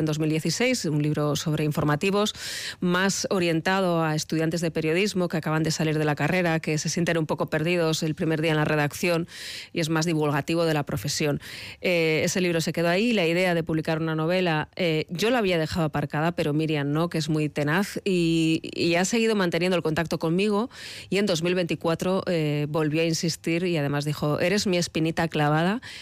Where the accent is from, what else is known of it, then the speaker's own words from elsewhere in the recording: Pamplona, Navarre, Spain; now in Madrid, Spain; cuando pasas el Ecuador de más años en Madrid que en Pamplona, eso duele. Pero ahí estás reivindicando de dónde eres, de dónde vienes y tu tierra.